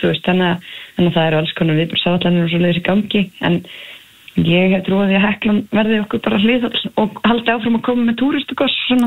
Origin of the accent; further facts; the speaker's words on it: Leirubakki, South Iceland, Iceland; Og svo komum við upp á Leirubakka bara þegar ég 11 ára og svo ég búin að vera hér, svona með báða fætur síðan, nánast.